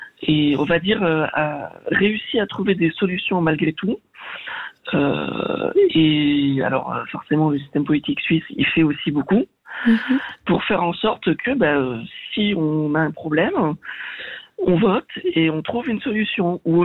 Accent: Southwest France, France; C'est-à-dire que je viens du sud-ouest de la France, on a quand même une langue dans le sud-ouest de la France, qui s'appelle l'occitan.

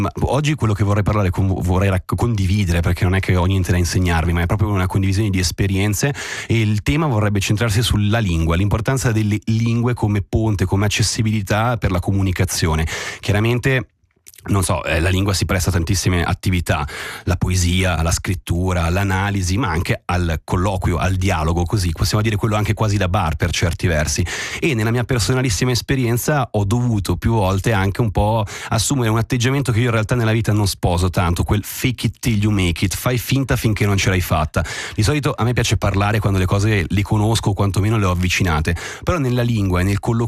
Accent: Switzerland; perché da svizzero fiero, mi viene da dire, mi piacerebbe parlare bene tutte le lingue nazionali

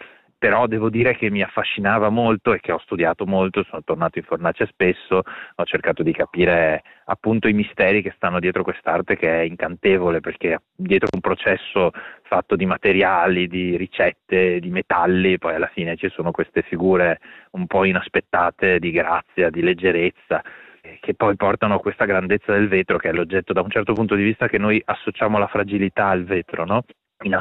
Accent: Venice, Veneto, Italy; da veneziano conosco Murano forse un po' meglio di chi sta fuori Venezia. Andavo a scuola con magari degli eredi di famiglie muranesi

